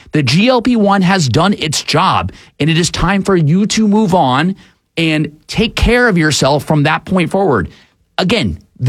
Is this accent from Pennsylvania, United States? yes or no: no; Atlanta, Georgia, United States; Now, growing up in Atlanta, we had giant pandas for a long time.